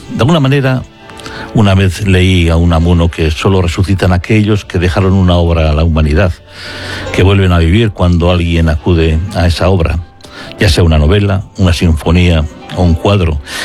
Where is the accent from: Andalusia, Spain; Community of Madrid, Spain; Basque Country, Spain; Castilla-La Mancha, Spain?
Basque Country, Spain; como vasco, aquí hay que meter condicional en todo, aunque no somos así